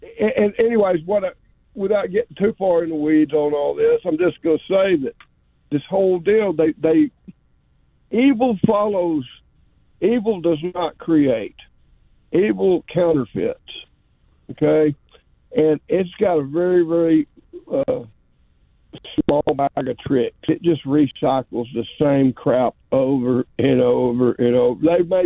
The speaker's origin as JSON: {"language": "English", "region": "Texas", "country": "United States", "tie": "born or raised there", "said": "all my life, I grew up in Texas."}